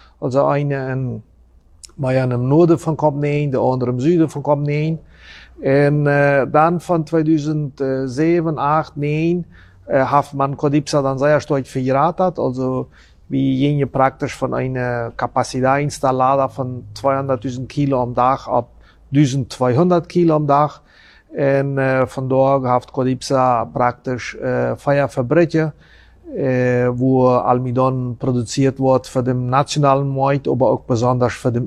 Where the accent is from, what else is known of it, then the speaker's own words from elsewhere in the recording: Friesland, San Pedro, Paraguay; also born or lived in Chaco; Also, ich komme ursprünglich aus Friesland.